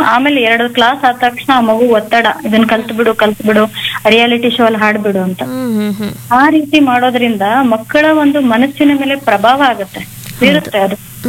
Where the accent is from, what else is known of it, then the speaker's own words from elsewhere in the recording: Bengaluru, Karnataka, India; also born or lived in Timmapur, Hungund taluk, Bagalkot district; ನಂದು ಮೂಲತಃ ಬಂದು ನನ್ ಬಾಗಲಕೋಟೆ ಜಿಲ್ಲೆಯ ಹನುಗೊಂದ ತಾಲೂಕಿನ ತಿಮ್ಮಾಪುರ ಗ್ರಾಮ ಅಂತ. ನಾನು ಹುಟ್ಟಿದ್ದು ಅಲ್ಲೇ, ನಂತರ ನಾನು ಬೆಳೆದಿದ್ದು, ನನ್ನ ಶಿಕ್ಷಣ ಎಲ್ಲ ಬೆಂಗಳೂರಿನಲ್ಲೇ ಆಗಿತ್ತು.